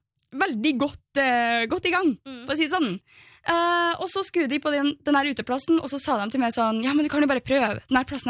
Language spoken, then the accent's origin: Norwegian; Brønnøysund, Nordland, Norway; moved away; noen venner jeg hadde som ikke bodde i Brønnøysund der jeg er fra.